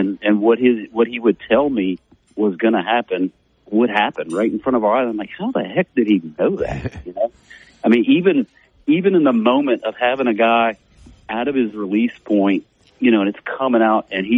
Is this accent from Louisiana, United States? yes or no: yes; Baton Rouge, Louisiana, United States; growing up in Baton Rouge, I obviously grew up a baseball fan